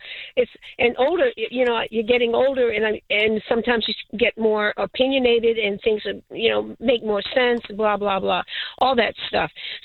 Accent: Maine, United States; now in Danvers, Massachusetts, United States; I'm from Maine originally, Massachusetts, but I've got relatives down here that I didn't even know.

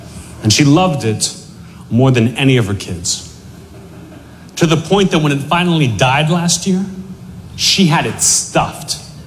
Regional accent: Pittsburgh, Pennsylvania, United States; I'm from Pittsburgh originally.

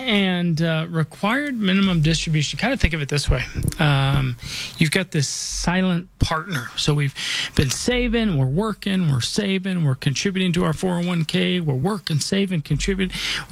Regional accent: Denver, Colorado, United States; I was born and raised here in Denver. This is where I call home. This is where I'm raising my family.

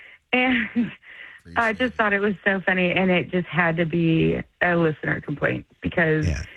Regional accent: Kerrville, Texas, United States; now in Taylor, United States; I'm in Taylor, Texas. So it's outside of Austin. I'm a small town girl. So I grew up actually in Kerrville, where the floods happened.

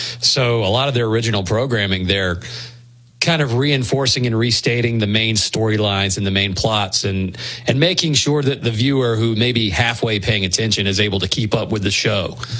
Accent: Southern United States, United States; accent: Southern; my Southern accent

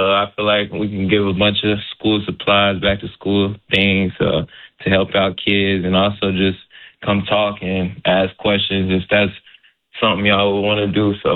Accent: North Carolina, United States; It was different for sure. It was just a lot of going on for real.

